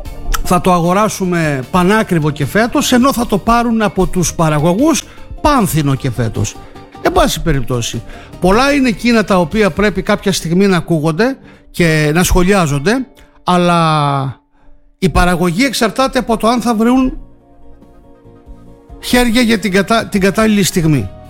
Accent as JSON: {"language": "Greek", "region": "Crete", "country": "Greece", "said": "Τι χάνει να είναι το χωριό μου λοιπόν?"}